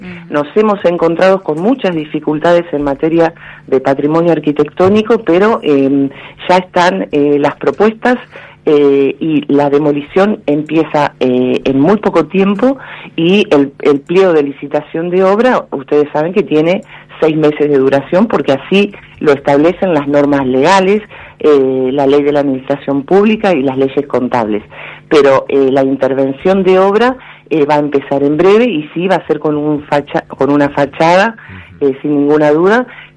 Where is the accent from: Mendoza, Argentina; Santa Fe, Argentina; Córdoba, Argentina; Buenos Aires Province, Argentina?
Santa Fe, Argentina; Rosario; yo que soy de Rosario